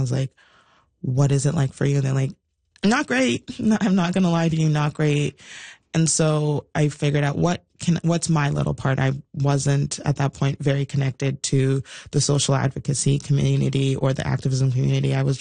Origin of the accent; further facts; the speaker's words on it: Nigeria; now in Canada; person who was navigating two worlds as a Nigerian, as a Canadian, to be recognized by the Nigerian community in the diaspora was truly heartwarming.